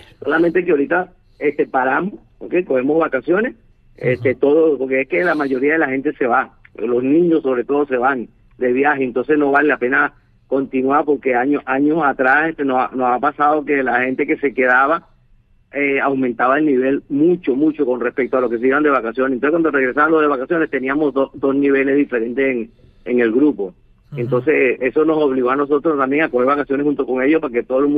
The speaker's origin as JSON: {"language": "Spanish", "country": "Venezuela", "moved": "yes", "said": "Los dos somos venezolanos, sí. Los dos tenemos familia en Venezuela."}